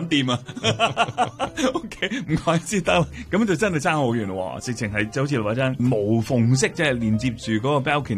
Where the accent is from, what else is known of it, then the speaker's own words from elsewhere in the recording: Toronto, Ontario, Canada; 期待我哋多伦多有更多呢啲嘅 condo 出现，因为我哋多伦多人就系越嚟越着重呢个 lifestyle 嘛